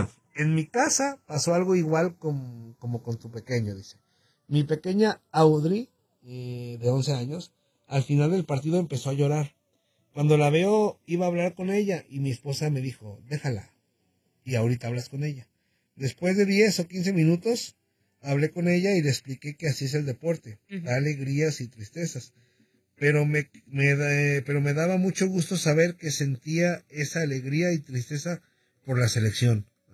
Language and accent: Spanish; El Salvador; Y yo que soy salvadoreño, sentí que México jugó como nunca.